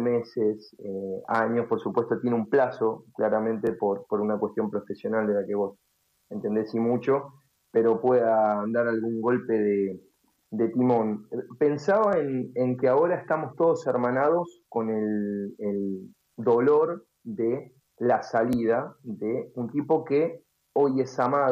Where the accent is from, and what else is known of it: Argentina